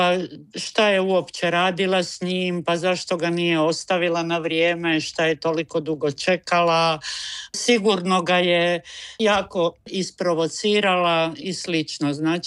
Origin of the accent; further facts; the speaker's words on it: Croatia; kod nas u Hrvatskoj